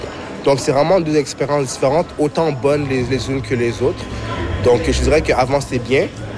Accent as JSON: {"language": "French", "town": "Montreal", "region": "Quebec", "country": "Canada", "lives_now": "Vancouver, Canada", "said": "moi je viens de Montréal, quand je viens de Montréal, quand je viens à Vancouver, c'est un peu plus différent les prix de logement"}